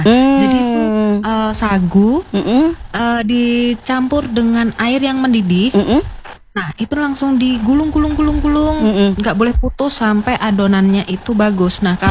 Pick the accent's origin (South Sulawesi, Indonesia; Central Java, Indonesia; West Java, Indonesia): Central Java, Indonesia; now in Manokwari, Indonesia; Saya malah dari Jawa Tengah.